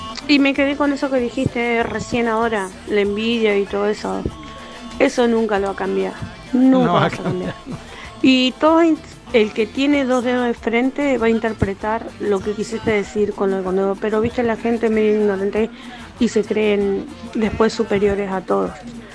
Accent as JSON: {"language": "Spanish", "region": "Buenos Aires", "country": "Argentina"}